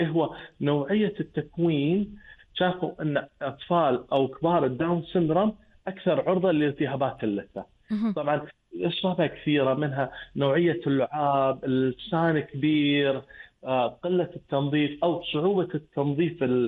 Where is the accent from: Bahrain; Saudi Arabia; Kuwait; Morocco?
Kuwait; عندنا بالكويت